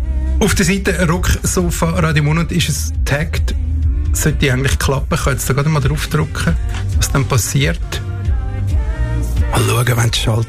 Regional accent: Zurich, Switzerland; Für mich als Zürcher stimmt das.

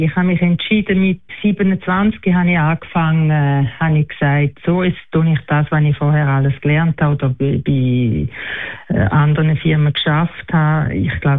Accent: Dachsen, Zurich, Switzerland; now in Schaffhausen, Switzerland; Ich bin noch nicht in Schaffhausen, ich komme ja von Dachsen, ich bin noch nicht in Schaffhausen ganz angekommen.

